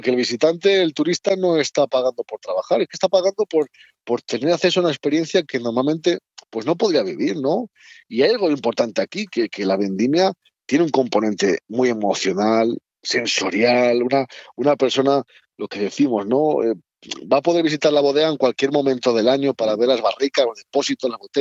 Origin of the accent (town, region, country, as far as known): Toro, Castile and León, Spain; born or raised there